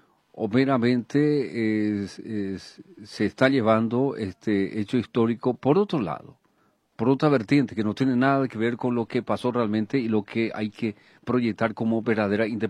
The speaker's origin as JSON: {"language": "Spanish", "country": "Paraguay", "said": "qué somos realmente los paraguayos, las paraguayas, de dónde venimos realmente"}